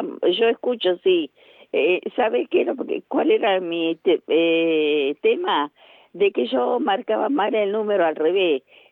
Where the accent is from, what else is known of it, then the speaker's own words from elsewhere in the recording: Miramar, Buenos Aires Province, Argentina; No viví en Miramar, pero sí vine de chica.